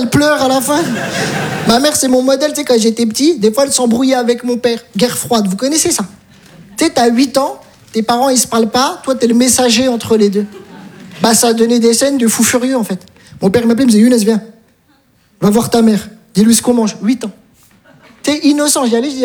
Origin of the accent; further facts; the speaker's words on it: Metz, Grand Est, France; Je viens de Metz, j'ai tout abandonné.